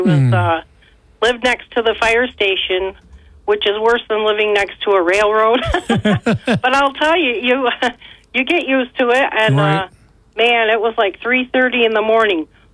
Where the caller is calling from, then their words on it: Binghamton, New York, United States; from Binghamton's East Side.